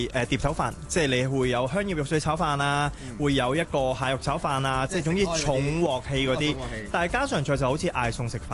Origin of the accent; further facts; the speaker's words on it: Thailand; now in Hong Kong; 我係泰國人嚟嘅